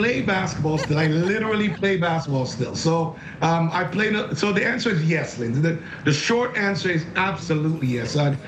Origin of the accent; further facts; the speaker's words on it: Jamaica; born there; Oh, I think that I was born in Jamaica.